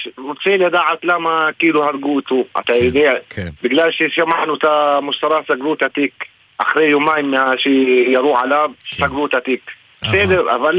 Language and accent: Hebrew; Jerusalem, Jerusalem District, Israel; כן, אבל לא מג'אבל מוקבר, אנחנו מירושלים, עיר העתיקה.